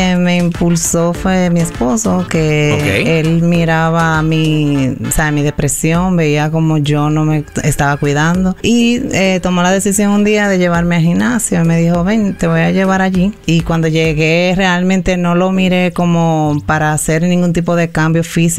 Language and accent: Spanish; Santiago de los Caballeros, Santiago, Dominican Republic; moved away as an adult; now in Florida, United States; Bueno, vengo de República Dominicana.